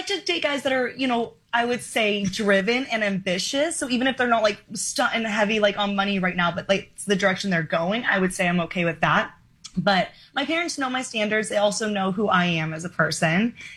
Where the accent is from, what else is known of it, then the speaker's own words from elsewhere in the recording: Arizona, United States; now in New York City, United States; I grew up in Arizona, so let's say you live in Arizona